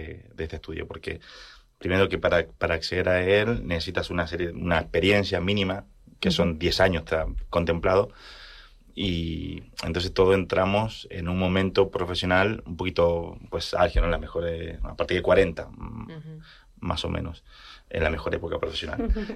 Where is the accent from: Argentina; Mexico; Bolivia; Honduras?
Argentina; moved away as an adult; now in Tarragona, Spain; Y yo soy del campo de Argentina